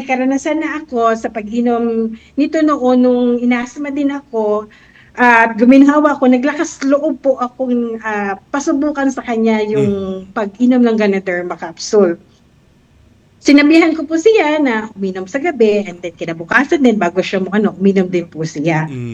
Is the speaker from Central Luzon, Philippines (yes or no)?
yes; Central Luzon, Philippines; Yes po, taga-Bulacan po ako okay before. Po. During my childhood years po. So, elementary ko po, sa Bulacan po ako.